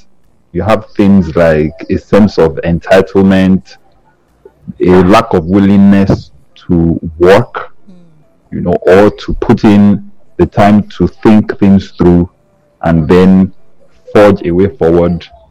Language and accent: English; Nigeria; as a Nigerian